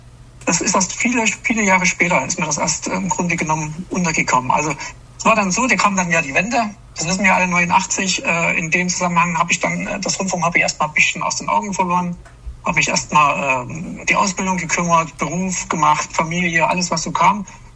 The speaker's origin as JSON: {"language": "German", "town": "Chemnitz", "region": "Saxony", "country": "Germany", "tie": "born there", "said": "ich komme ja selber aus der DDR."}